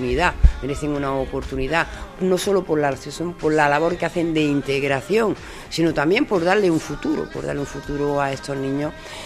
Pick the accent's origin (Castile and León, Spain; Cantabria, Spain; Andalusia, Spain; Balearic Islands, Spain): Andalusia, Spain; Motril; los motrileños tenemos la oportunidad de devolverle esa solidaridad